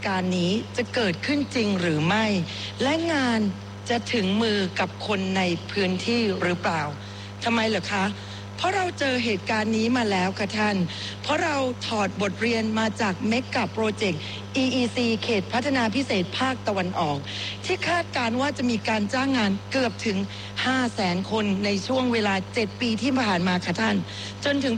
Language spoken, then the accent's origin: Thai; Phuket, Thailand; ดิฉันในฐานะชาวใต้คนหนึ่งจากจังหวัดภูเก็ต